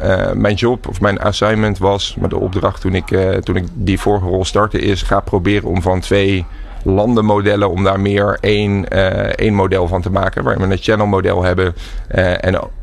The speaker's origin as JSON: {"language": "Dutch", "country": "Netherlands", "said": "Wij zijn als Nederlanders direct, willen snel door, efficiëntie, et cetera."}